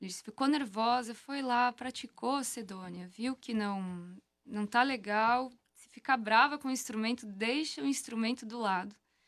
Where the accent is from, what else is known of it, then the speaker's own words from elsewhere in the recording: Brazil; moved away; estudei em Tamanduá, ali... Né, próximo à casa dos meus pais, lá no interior, ali, que meus pais são de São Luís, ali no interior. E foi onde eu cresci, é o lugar que eu amo, é o lugar que eu sempre vou querer voltar